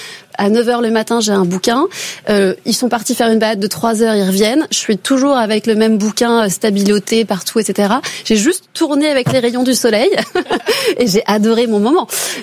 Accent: Massy, Île-de-France, France; moved away; also born or lived in Paris; j'ai grandi à Massy dans une tour HLM qui était grise avec du béton partout.

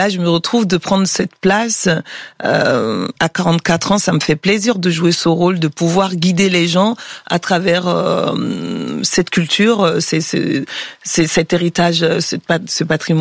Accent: Mali; je viens du Mali

